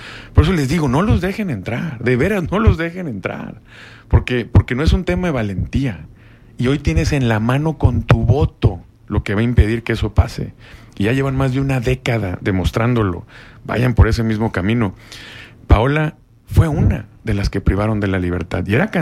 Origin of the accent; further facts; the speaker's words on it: Sinaloa, Mexico; yo soy sinaloense, toda mi familia vive allá, mi esposa, mis hijos, mis nietos, ya soy abuelo, tengo una nieta de 2 años y una de 2 meses.